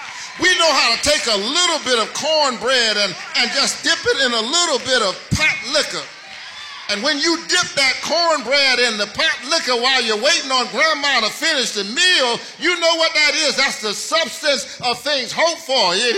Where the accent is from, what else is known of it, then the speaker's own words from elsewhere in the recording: Georgia, United States; born there; When I was born in Georgia, Georgia was represented by two outstanding United States senators.